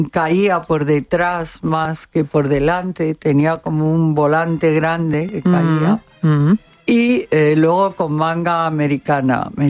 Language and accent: Spanish; Spain; soy española a muerte